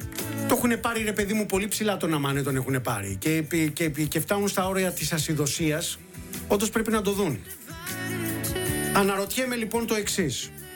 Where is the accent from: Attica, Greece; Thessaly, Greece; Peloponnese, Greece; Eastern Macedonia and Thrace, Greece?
Peloponnese, Greece; Molaoi; Ακούστε λίγο τώρα εκεί κάτω στα μέρη μου.